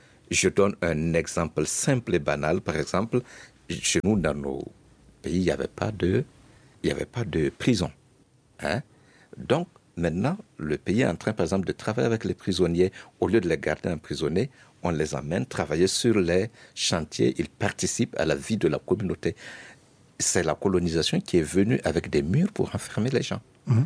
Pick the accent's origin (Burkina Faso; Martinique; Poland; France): Burkina Faso; je suis au Burkina. Et je suis Burkinabé.